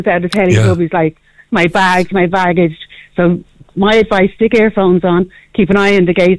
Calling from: Dublin, Leinster, Ireland; I'm from Dublin

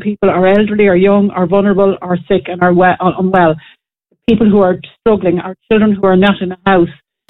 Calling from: Ireland

